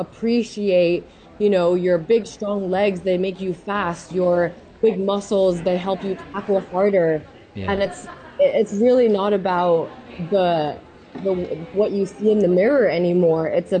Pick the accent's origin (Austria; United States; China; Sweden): China; Shanghai; born or raised there; English is a second language